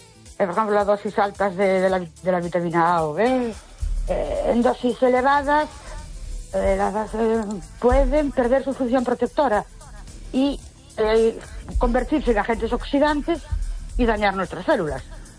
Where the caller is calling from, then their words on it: Ourense, Galicia, Spain; de Orense otra vez.